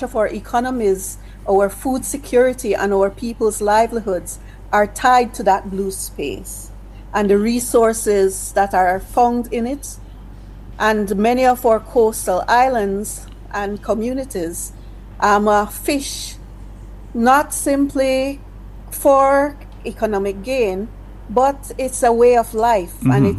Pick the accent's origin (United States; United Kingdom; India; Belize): Belize